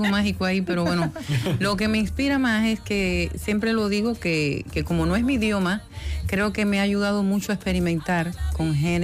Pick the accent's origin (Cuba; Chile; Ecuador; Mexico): Cuba; Yo me siento feliz de ser cubano